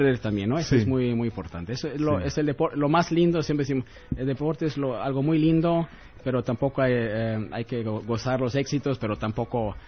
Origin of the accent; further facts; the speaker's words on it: Bavaria, Germany; moved away as an adult; now in Bolivia; Yo soy de cerca de Múnich